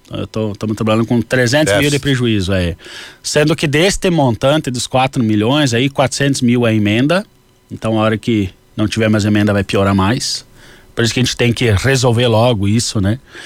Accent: Santa Catarina, Brazil; also born or lived in Paraná; now in Rio Grande do Sul, Brazil; Já morei nos 3 estados do Sul. E eu sou de Santa Catarina, né? Mas eu já morei também no Paraná e agora é a segunda cidade no Rio Grande do Sul.

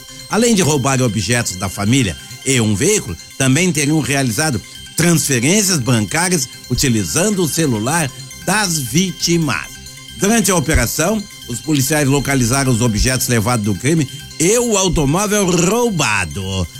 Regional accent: Brazil; nós brasileiros adoramos futebol

